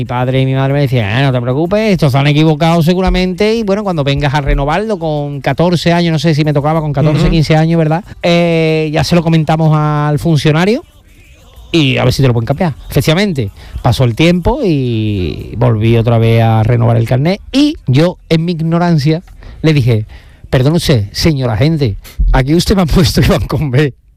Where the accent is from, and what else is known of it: Alcalá de Guadaíra, Andalusia, Spain; born or raised there; also born or lived in Seville